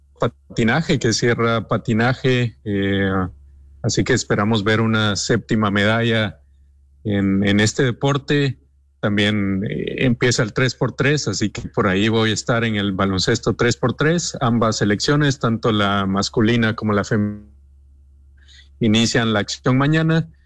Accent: Guatemala; te emocionas como guatemalteco

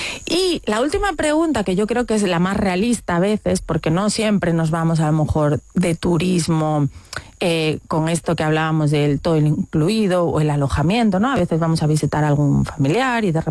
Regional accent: Galicia, Spain; siendo nosotras gallegas

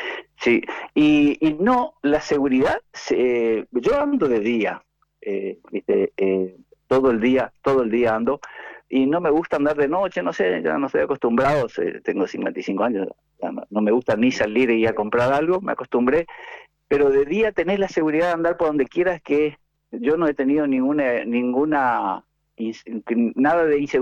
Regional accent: Posadas, Misiones, Argentina; now in Buenos Aires, Argentina; Yo me vine de Posadas como que estuviera ahí, a hacer la especialidad en el Hospital Tornú

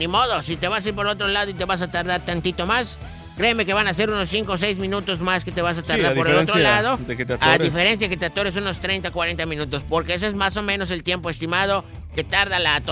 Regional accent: Mexico; somos mexicanos y estamos orgullosos

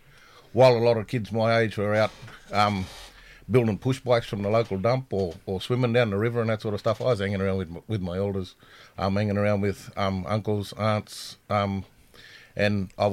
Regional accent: Walgett, New South Wales, Australia; also born or lived in Collarenebri, New South Wales; was born in Collarinnabri in 1972, on Gomeroi country, and grew up at the junction of the Barwon and Nemoi rivers at a little place called Walgett.

